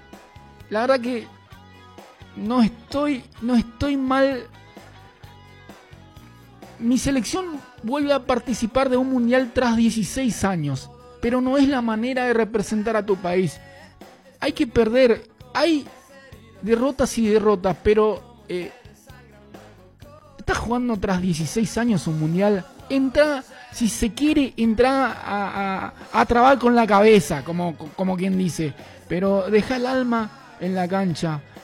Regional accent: Paraguay; Sí, soy paraguayo. Soy paraguayo, la verdad, orgulloso de ser paraguayo.

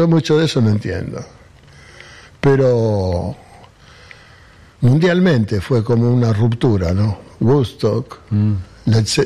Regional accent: Barracas, Buenos Aires Province, Argentina; Me crié en Barracas, claro. O sea, me crié en el tango.

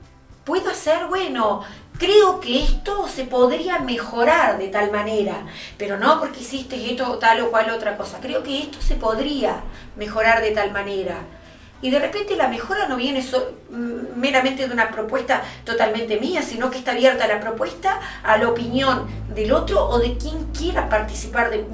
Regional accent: Pan de Azúcar, Maldonado, Uruguay; cuando me refiero a Maldonado me refiero a departamento, porque yo soy Pan de Azúcar, Piriápolis, San Carlos

